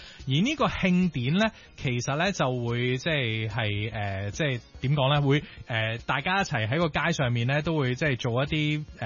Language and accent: Cantonese; Hong Kong; 对于我哋香港人嚟讲，就系相对比较认识得多一啲